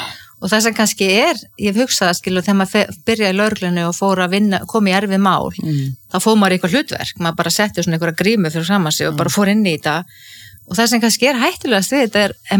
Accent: Ísafjörður, Westfjords, Iceland; ég óttaðist sjóin sem kannski líka tengist því að ég alveg upp á Ísafirði þar sem voru tíu sjóslis og menn drukknuðu

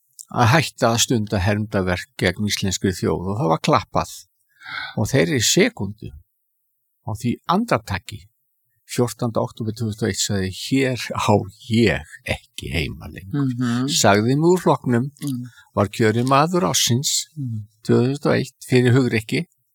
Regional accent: Capital Region, Iceland; born or raised there

